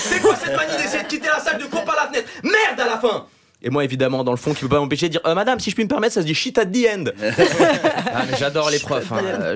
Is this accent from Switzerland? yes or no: yes; Switzerland; Et en tant que Suisse, ça me déplaît pas.